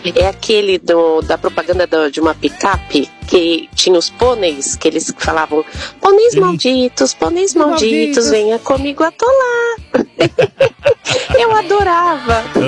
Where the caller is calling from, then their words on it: São Paulo, Brazil; eu sou do Jardim Maria Estela.